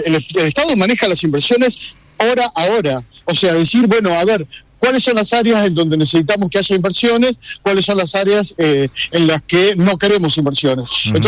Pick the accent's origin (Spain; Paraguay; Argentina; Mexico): Argentina; los argentinos no conozcamos las cosas que pasan en China